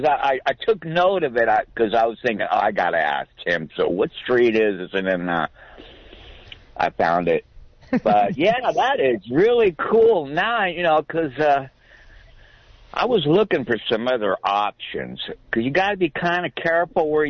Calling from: Santa Cruz, California, United States; Santa Cruz.

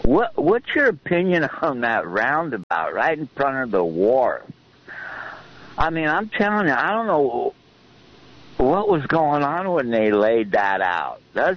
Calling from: Santa Cruz, California, United States; I'm okay. I'm calling from Santa Cruz.

